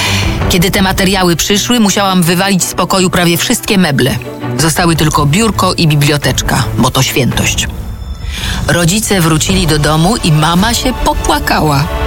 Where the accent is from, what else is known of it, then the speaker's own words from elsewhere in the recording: Silesian Voivodeship, Poland; moved away as an adult; Jesteśmy typową śląską rodziną